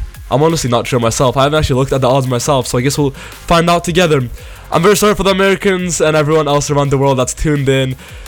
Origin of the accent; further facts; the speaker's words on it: Iceland; I'm actually from Iceland myself